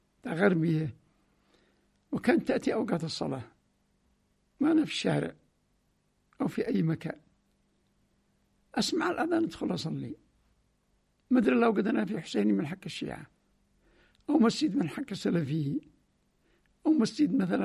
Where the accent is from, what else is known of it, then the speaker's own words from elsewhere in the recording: Yemen; عندنا في اليمن